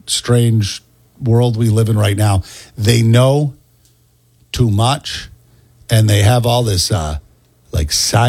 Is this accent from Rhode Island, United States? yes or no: yes; Rhode Island, United States; You know, this my home state, I love it. Rhode Island is the best.